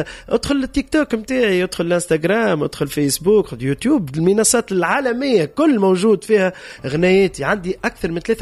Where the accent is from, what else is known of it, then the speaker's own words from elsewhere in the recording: Tunisia; عندنا في تونس